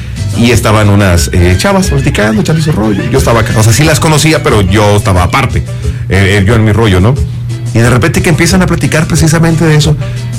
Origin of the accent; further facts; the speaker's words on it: Mexico; somos mexicanos